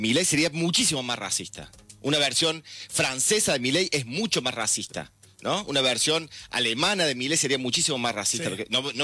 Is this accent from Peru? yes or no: no; Argentina; nuestra sociedad argentina.